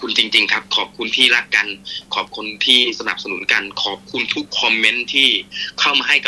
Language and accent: Thai; Southern Thailand, Thailand; ก็ด้วยความเป็นคนใต้พี่ผมเป็นเด็กใต้